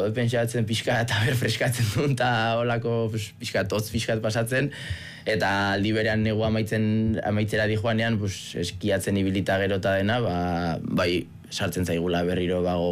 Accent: Vitoria-Gasteiz, Basque Country, Spain; Gazteiztarra naiz

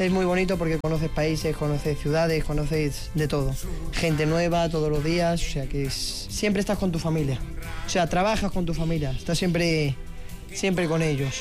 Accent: Barakaldo, Basque Country, Spain; born there; moved away; yo soy de aquí de... Nací en Cruces, o sea, soy vasco, como toda mi familia, somos vascos todos.

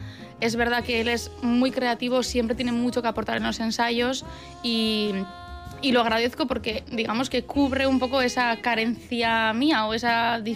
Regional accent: Durango, Basque Country, Spain; la semana que viene toco en mi pueblo, en la programación de verano de mi pueblo, y me hace pues muchísima ilusión. Sí, sí, en Durango.

